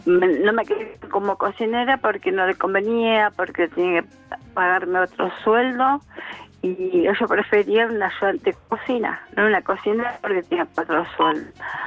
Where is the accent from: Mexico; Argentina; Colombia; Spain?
Argentina; Villa Soldati, Buenos Aires